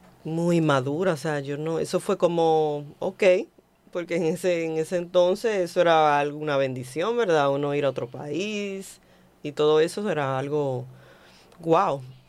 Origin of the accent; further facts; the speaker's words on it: Santo Domingo, Distrito Nacional, Dominican Republic; moved away as an adult; also born or lived in United States; Yo nací aquí en República Dominicana, pero me fui como a la edad de 20 años a Estados Unidos.